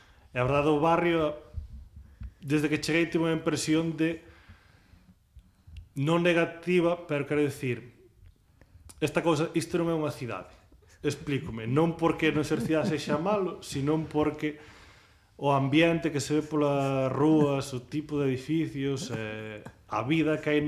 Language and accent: Galician; Laxe, Galicia, Spain; Pois eu veño de Laxa, que me trouxo aquí foi a Consellería de Educación.